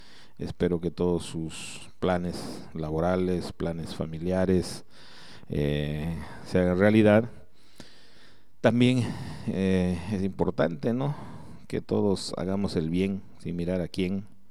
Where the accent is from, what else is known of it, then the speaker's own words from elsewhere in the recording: Pasorapa, Cochabamba, Bolivia; moved away; un abrazo grande a mi tierra, Pasorapa